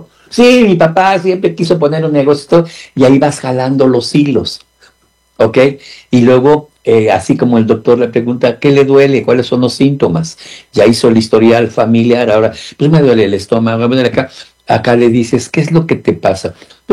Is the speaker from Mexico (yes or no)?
yes; Mexico; decimos en México chismoso